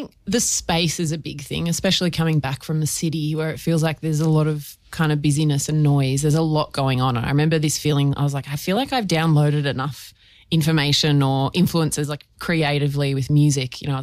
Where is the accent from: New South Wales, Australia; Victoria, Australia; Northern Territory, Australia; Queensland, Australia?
New South Wales, Australia; Bourke; born there; now in Broken Hill, Australia; no, I wasn't born here, not an A grader. but I was born, further upstream in a little town called Bourke in far west New South Wales. My family had moved out there to help start a Christian commune.